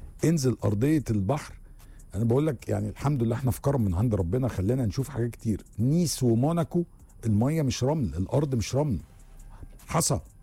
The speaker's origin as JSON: {"language": "Arabic", "country": "Egypt", "said": "عندنا في مصر"}